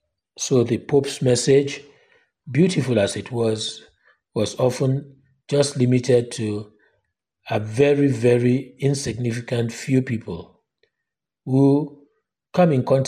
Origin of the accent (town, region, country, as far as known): Nigeria